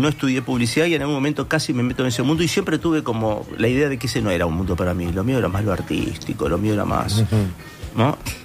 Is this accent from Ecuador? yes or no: no; Uruguay